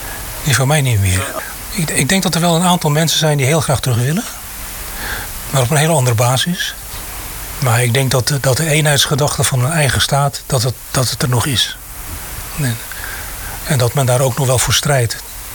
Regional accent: Maluku, Indonesia; now in Netherlands; we als Molukkers een heel goed gevoel hebben van saamhorigheid.

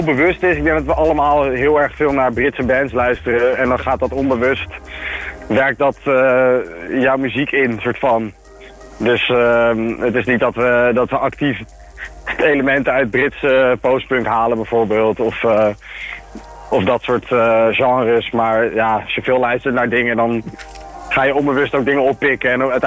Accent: Haarlem, North Holland, Netherlands; Nou ja, we zijn hele nette jongens hoor, dus het valt nog wel mee. We komen uit Haarlem, tenslotte.

